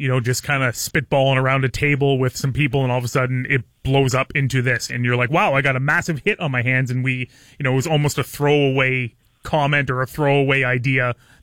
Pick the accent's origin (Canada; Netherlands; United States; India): Canada; Belle River, Ontario; also born or lived in Puce; I grew up in Bell River and in Puce